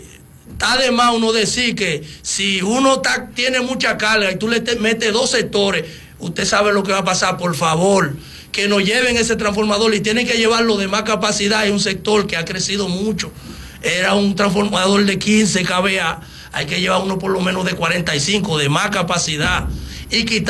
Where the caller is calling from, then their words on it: Angelina, Dominican Republic; nosotros somos de Angelina